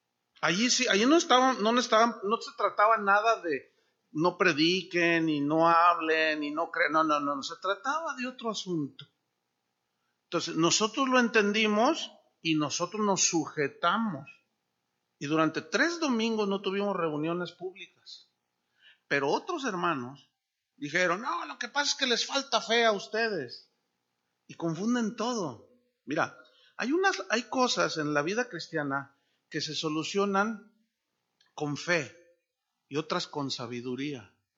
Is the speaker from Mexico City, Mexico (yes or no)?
no; Guadalajara, Jalisco, Mexico; moved away; allá en México, el gobierno de allí del estado de donde yo vengo, de Guadalajara, en Jalisco